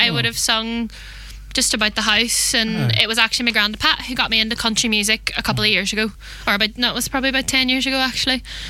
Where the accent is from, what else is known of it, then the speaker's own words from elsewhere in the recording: Omagh, Northern Ireland, United Kingdom; my family's all from Newton Stewart, so my daddy's side of family would have all grown up in Newton Stewart, but I'm from Oma.